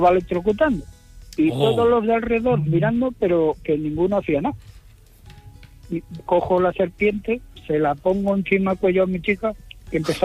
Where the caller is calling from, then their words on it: Salou, Catalonia, Spain; Buenos días … de Salou.